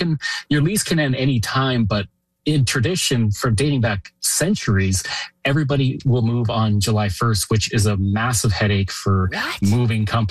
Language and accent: English; Canada